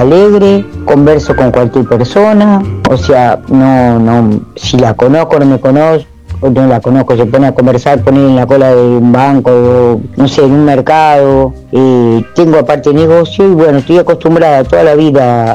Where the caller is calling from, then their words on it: Wilde, Buenos Aires Province, Argentina; de Wilde.